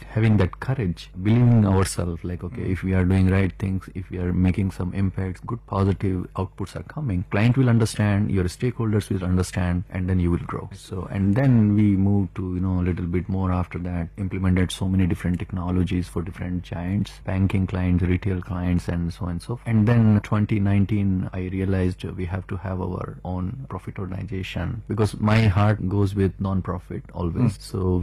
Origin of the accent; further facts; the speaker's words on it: Udaipur, Rajasthan, India; moved away as an adult; now in United States; when I grew up in Udaipur and studied there, and then later for the job reason I had to move from Udaipur to different places